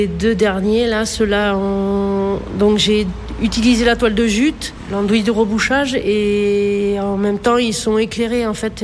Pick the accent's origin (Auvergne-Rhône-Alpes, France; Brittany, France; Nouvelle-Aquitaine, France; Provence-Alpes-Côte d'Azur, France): Nouvelle-Aquitaine, France; Montignac; Oui, je suis de Montignac.